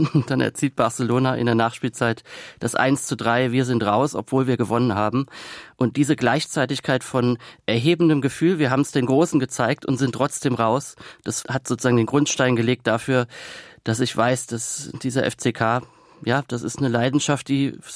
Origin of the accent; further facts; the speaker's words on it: Kaiserslautern, Rhineland-Palatinate, Germany; moved away as an adult; Und ich bin dann aus Kaiserslautern, aus der Pfalz, wo ich herkomme, relativ früh mit 20 Jahren weggegangen und war mir sicher, dass ich nie wieder zurückgehen würde.